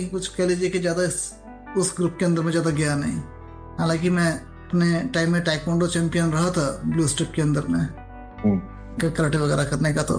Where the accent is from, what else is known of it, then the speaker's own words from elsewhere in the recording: Dabwali, Haryana, India; also born or lived in Fatehabad; देखिए, मैं बेसिकली हरियाणा से हूँ।